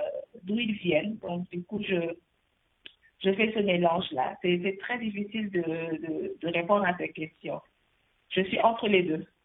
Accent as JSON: {"language": "French", "country": "Senegal", "tie": "born there", "said": "Voilà, de parents nigérians, je suis née au Sénégal."}